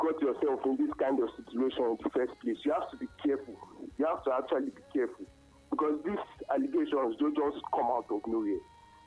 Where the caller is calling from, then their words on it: Abuja, Federal Capital Territory, Nigeria; I'm calling from Abuja.